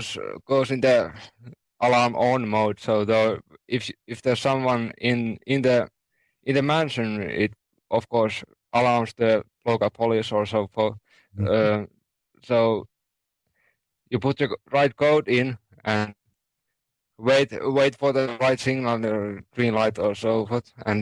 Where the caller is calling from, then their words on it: Finland; English is a second language; I'm calling from Finland.